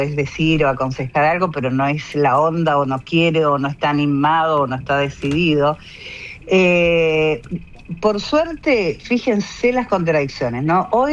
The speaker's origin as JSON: {"language": "Spanish", "town": "Curuzú Cuatiá", "region": "Corrientes", "country": "Argentina", "said": "Soy de Curuzú, Guateá."}